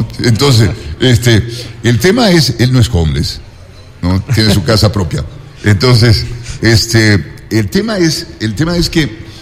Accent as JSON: {"language": "Spanish", "country": "Ecuador"}